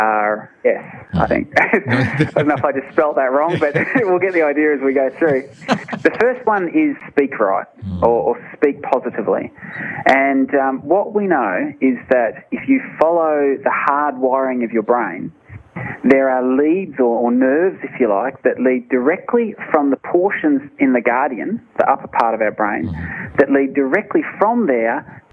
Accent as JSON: {"language": "English", "country": "Australia", "said": "But I call it, because I'm a simple man, I call it, because I'm Australian, yes. I'm a simple Australian man"}